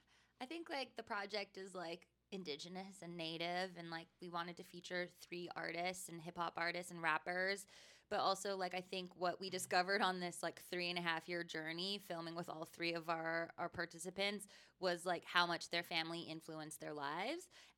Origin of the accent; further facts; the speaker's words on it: Edmonton, Alberta, Canada; I'm from Edmonton in, like, northern Alberta